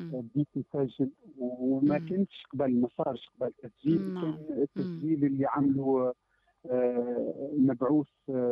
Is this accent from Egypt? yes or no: no; Tunisia; moved away as an adult; now in Oman; عمري ما كنت مفكر اني باش نخرج من تونس.